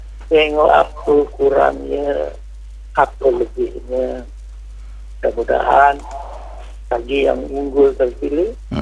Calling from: Indonesia; dari Batu 10

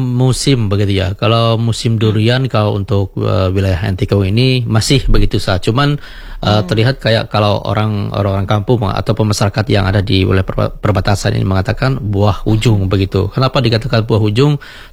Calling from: Simpang, West Kalimantan, Indonesia; di Simpang tempat saya itu juga itu ramai begitu sampai hari ini.

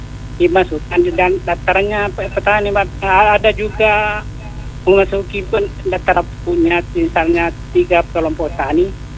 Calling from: Ponre District, South Sulawesi, Indonesia; saya kan di Desa Patimpa, antara Dusun Boli.

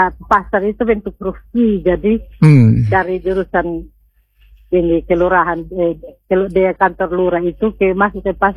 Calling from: East Nusa Tenggara, Indonesia; Kak Kesuni, di kampung saya di Kecamatan Amanatun Selatul masih hujan, Kak Kesuni.

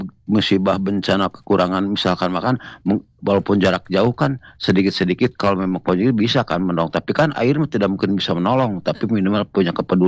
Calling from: Bandung, West Java, Indonesia

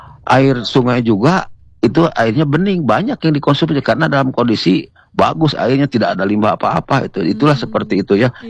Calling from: West Java, Indonesia

